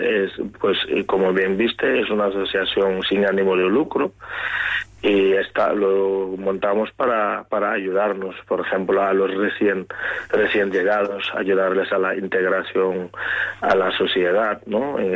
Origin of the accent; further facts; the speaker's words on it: Senegal; now in Carballo, Spain; nosotros como senegaleses gallegos o como senegaleses de Carballo